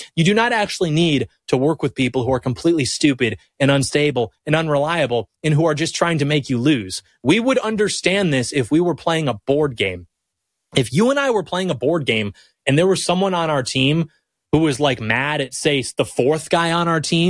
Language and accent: English; United States; I'm an American.